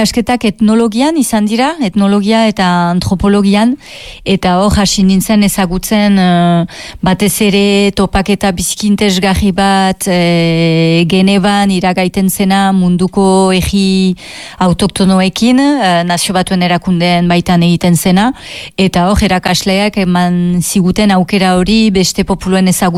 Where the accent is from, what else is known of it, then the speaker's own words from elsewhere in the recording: Saint-Jean-de-Luz, Nouvelle-Aquitaine, France; Sortzez, Donibane loitzunen sortu nintzen, duela berrogeita bost urte.